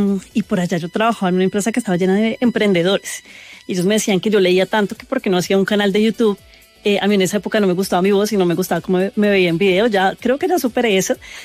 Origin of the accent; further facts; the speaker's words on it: Bogotá, Bogotá D.C., Colombia; todos como rolos